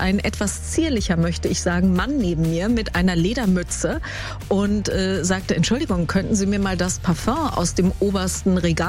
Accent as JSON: {"language": "German", "town": "Hanover", "region": "Lower Saxony", "country": "Germany", "said": "ich komme ja aus Hannover"}